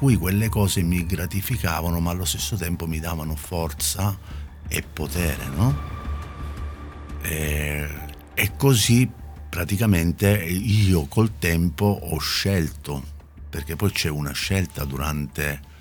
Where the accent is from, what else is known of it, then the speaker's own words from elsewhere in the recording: Catania, Sicily, Italy; also born or lived in Milan; io sono nato a Milano ma sono cresciuto già dalla tenera età a Catania, che come sappiamo è una città ad alta densità di criminalità. Vengo appunto da un quartiere cosiddetto tra virgolette caldo